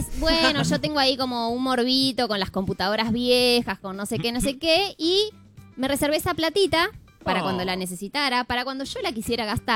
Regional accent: Argentina; Soy la más argentina

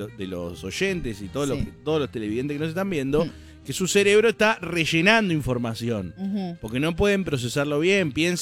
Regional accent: Argentina; No, somos racistas, muchachos, y somos argentinos.

